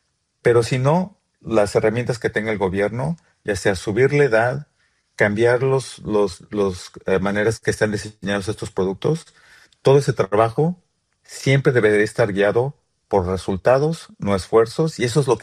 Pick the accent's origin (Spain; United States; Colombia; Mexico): Mexico; born there; also born or lived in England; Yo nací en México. Empecé a trabajar para IBM en la Ciudad de México a los 15 años.